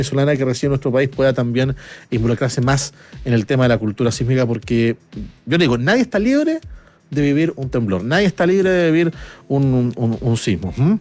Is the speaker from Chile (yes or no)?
yes; Chile; nosotros como chilenos sabemos de terremotos